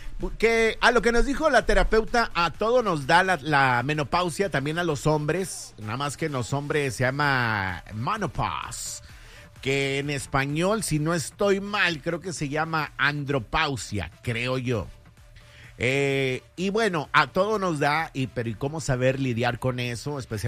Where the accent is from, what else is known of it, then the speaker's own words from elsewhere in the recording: Cuautla, Morelos, Mexico; moved away; also born or lived in Puebla; Yo crecí allá en Cuautla, Morelos. Originario, bueno, no nací, ¿verdad? Pero pues, crecí allá, me siento de Cuautla, Morelos.